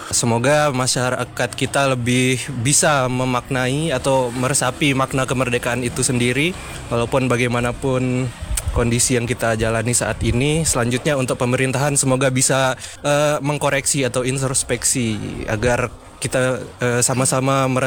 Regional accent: West Nusa Tenggara, Indonesia; Saya asli Lombok Tengah, Bang.

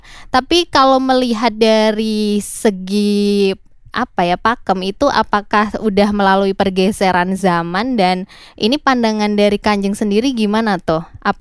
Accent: Pemalang, Central Java, Indonesia; Kebetulan saya pribadi orang Jawa juga, saya orang Pemalang.

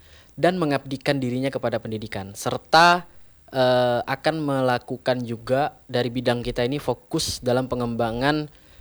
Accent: Sanggau, West Kalimantan, Indonesia; Seperti saya aslinya dari Sanggau.

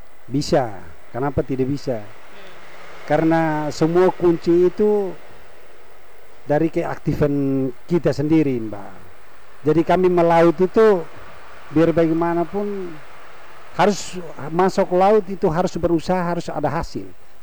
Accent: Indonesia; untuk desa kami di desa Dua Laus

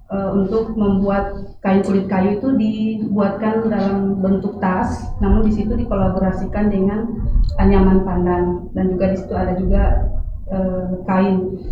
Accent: Central Sulawesi, Indonesia; kalau untuk di desa saya, Desa Masewo

